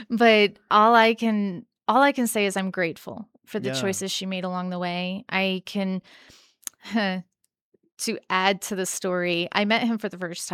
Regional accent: Texas, United States; moved away as an adult; also born or lived in Kansas; I was born in Kansas. Before my first birthday, my parents moved to Texas.

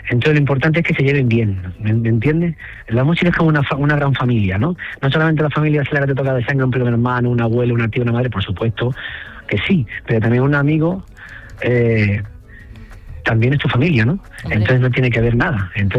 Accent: Toledo, Castilla-La Mancha, Spain; born there; es mi tierra

